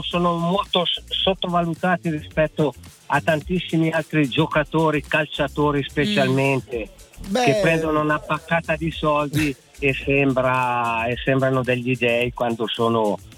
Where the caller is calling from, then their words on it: Busto Arsizio, Lombardy, Italy; dove lavoro a Gorla Minore, anche se sono di busto affitto.